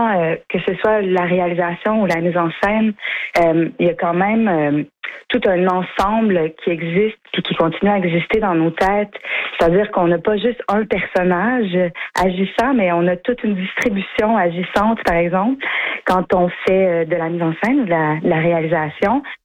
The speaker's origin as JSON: {"language": "French", "town": "Danville", "region": "Quebec", "country": "Canada", "tie": "born or raised there", "moved": "yes", "said": "mon village natal. Danville. La série a été en partie tournée à Danville. Puis moi, je viens de là. Toute ma famille est encore là."}